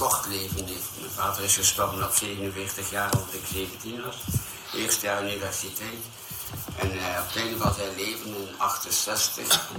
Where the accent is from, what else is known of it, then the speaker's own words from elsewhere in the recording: Ghent, Flanders, Belgium; omdat ik ook twee, drie talen ben opgevoed in Gent. Ik ben Gentenaar.